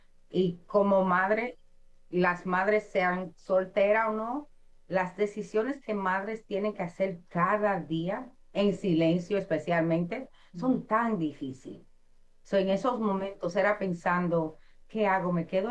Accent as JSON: {"language": "Spanish", "country": "Dominican Republic", "said": "Bueno, siendo dominicana y en la cultura hispana, siempre estamos unidos, siempre estamos en comunidad, estamos en familia."}